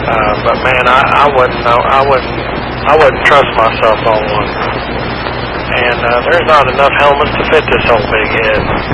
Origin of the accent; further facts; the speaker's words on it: Round Lake, Illinois, United States; moved away; also born or lived in Chicago; I was born in Chicago. We lived in Round Lake area, which is about 45 to an hour north of Chicago. They call that the burbs now. It kind of wasn't back then, but it is now.